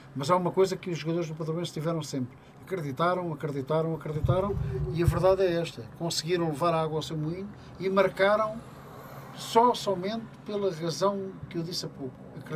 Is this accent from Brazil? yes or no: no; Matosinhos, Norte, Portugal; para nós que somos de Matosinhos